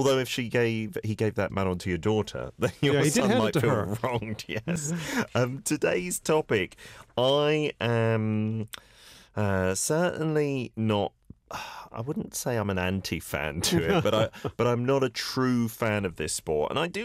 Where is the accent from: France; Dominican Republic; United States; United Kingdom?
United Kingdom; When people would say baseball to me as a Brit, I would definitely think 100%, oh, that's very American